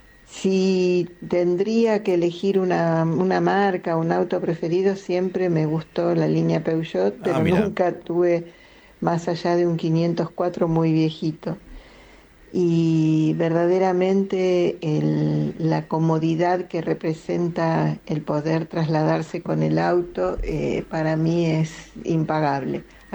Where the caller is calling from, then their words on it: Devoto, Buenos Aires, Argentina; Les mando un beso grande